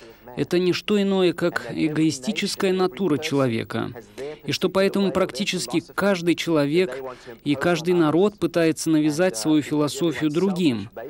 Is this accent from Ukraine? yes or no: no; South Africa; moved away; Я вырос в Южной Африке.